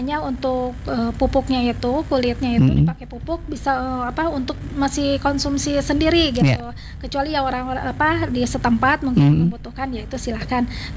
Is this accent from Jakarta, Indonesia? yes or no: no; Sumedang, West Java, Indonesia; Kebetulan di daerah setempat saya kan dari Sumedang nih.